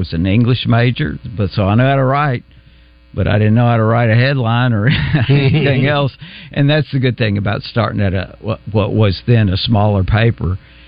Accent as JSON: {"language": "English", "town": "Batesville", "region": "Arkansas", "country": "United States", "tie": "born or raised there", "said": "So I grew up, Batesville's my hometown, and that's a big hunting and fishing town and a big sports town."}